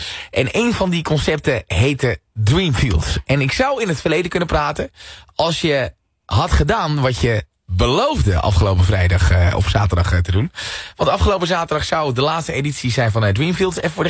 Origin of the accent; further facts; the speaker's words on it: Scherpenzeel, Gelderland, Netherlands; ik kom uit Scherpenzeel, weet je.